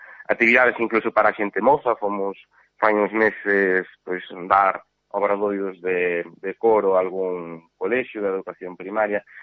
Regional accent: Carballo, Galicia, Spain; además eu son daqui de... Pues son de Carballo, y por eso además me hace muchísima ilusión dirigir

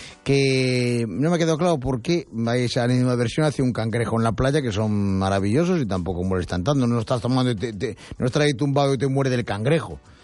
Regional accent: Galicia, Spain; fui pregonero de estas fiestas del centro asturiano, como primo hermano gallego, no como asturiano

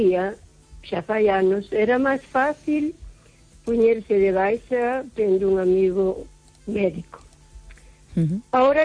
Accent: O Carballiño, Galicia, Spain

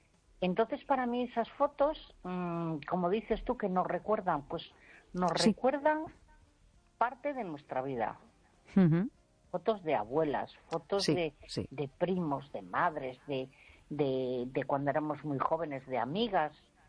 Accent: Galicia, Spain; born there; moved away as an adult; por mi pueblo, en la puerta de mi casa. Pues yo vivía en una zona que había muchísima naturaleza. Vamos, que a mi alrededor había agua, había castaños, había enormes pinos

